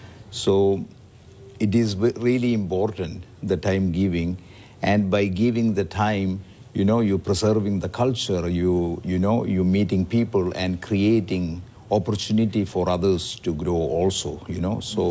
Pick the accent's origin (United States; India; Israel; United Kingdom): India; now in Ottawa, Canada; I came from India as a middle class person from India. And, you know, growing up in India was very, very hard. And, you know, came to Canada very young.